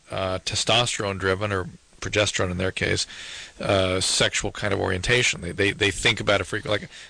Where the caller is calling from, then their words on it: Long Beach, California, United States; Long Beach.